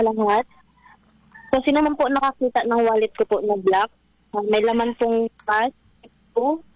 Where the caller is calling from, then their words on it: Rizal, Palawan, Philippines; Taga Rizal po talaga ako, sir. Tapos, may sadya po ako dito sa Puerto.